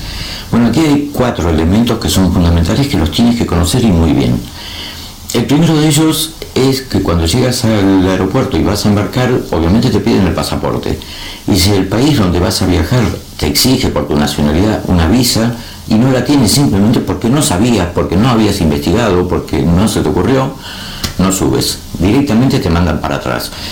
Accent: Argentina; moved away as an adult; now in Spain; en mi país, en Argentina, como ya saben, yo ya llevo muchos años fuera

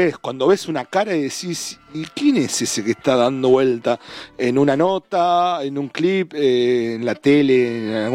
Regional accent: Casilda, Santa Fe, Argentina; en el sur de la provincia de Santa Fe, más precisamente en Casilda, ahí cerquita de Rosario, en mi ciudad natal, unos 50 kilómetros aproximadamente de Rosario.

